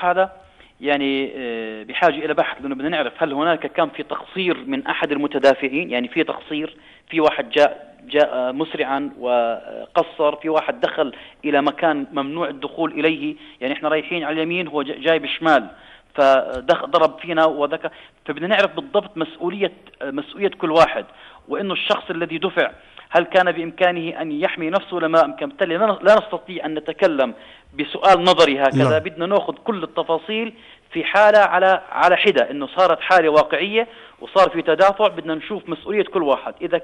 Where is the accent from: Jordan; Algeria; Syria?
Jordan; في بلدنا الأردن